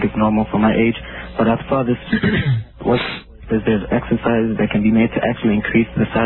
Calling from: Libya; I'm North African. I'm from Libya.

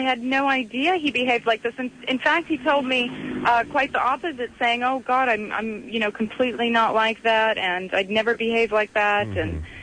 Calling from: Chicago, Illinois, United States; From Chicago.

